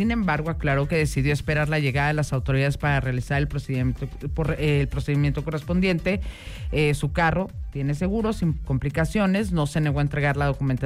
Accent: Mexico; Nosotros como mexicanos

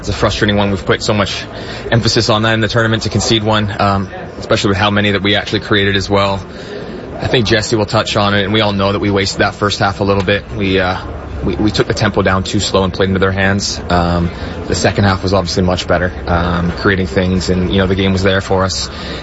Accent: Canada; as a football fan growing up in Canada

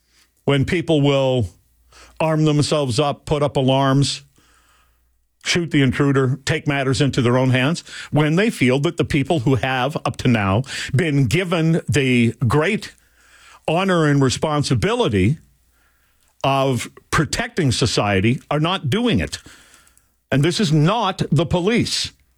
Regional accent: Canada; moved away as an adult; also born or lived in United States; I grew up in Canada. I went to the United States and worked there, got into talk radio, and then came back here in 2010.

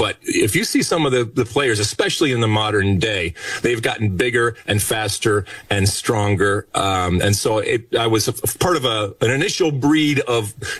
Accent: Michigan, United States; growing up in Michigan, I actually played as much and at times even more hockey growing up because it's the law there.

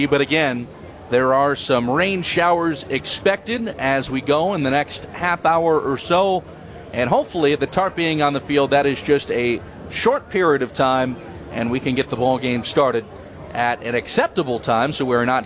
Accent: Beloit, Wisconsin, United States; from Beloit, Wisconsin, here at ABC Supply Stadium

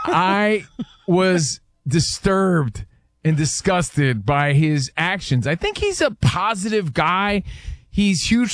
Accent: East Coast, United States; All right, so anyway, it's … We're from the East Coast.

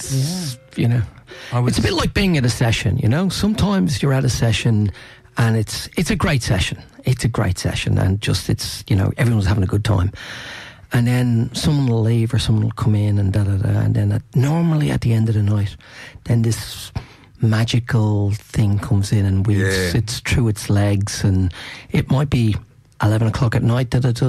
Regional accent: Ireland; I think as an Irishman, I think it's just our birthright.

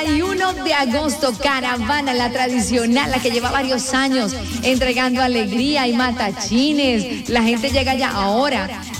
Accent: Colombia; así como somos los colombianos.

